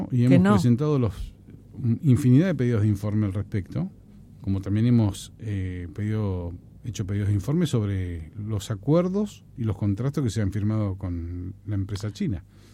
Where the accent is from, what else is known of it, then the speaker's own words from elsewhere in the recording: Tierra del Fuego, Argentina; soy fueguino y porque me interesa que a Tierra del Fuego le vaya bien.